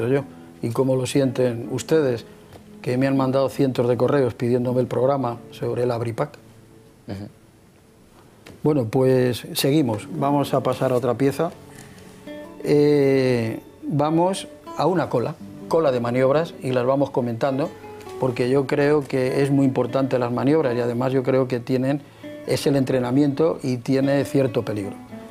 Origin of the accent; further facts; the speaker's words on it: Spain; el ejército español, que es mi ejército, porque yo soy español